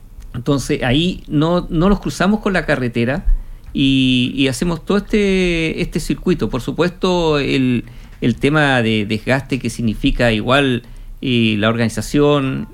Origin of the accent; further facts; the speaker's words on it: Iquique, Tarapacá, Chile; born there; moved away as an adult; si bien yo soy iquiqueño